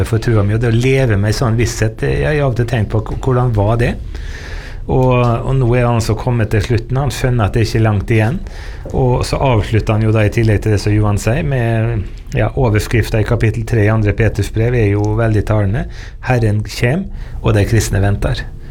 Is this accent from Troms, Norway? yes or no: no; Møre og Romsdal, Norway; For at der jeg kommer fra, så sier vi ikke kjæringa, vi sier kjæring. Med dobbel der og fykkelig. Ja, men det er sant, vi sier det på Sunnmøre kjæring